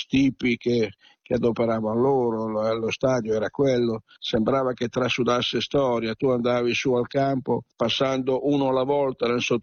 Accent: Bologna, Emilia-Romagna, Italy; Mi dispiacque molto lasciare Bologna, io ero cresciuto a Bologna, sai, una città che non va mai a dormire

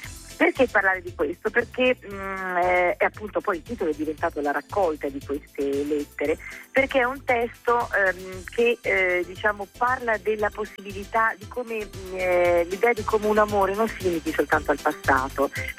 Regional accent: Rome, Lazio, Italy; moved away as an adult; now in Turin, Italy; io sono nata e vissuta a Roma 20 anni, sono di origine umbra, ma vivo a Torino e poi mi sposto per lavoro un po', sì, moltissimo, però vivo da tanti anni a Torino

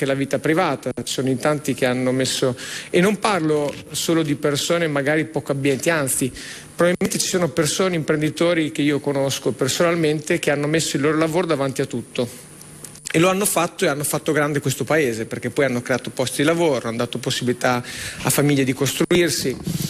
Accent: Emilia-Romagna, Italy; Io vengo dalla Romagna, dalla mia Romagna

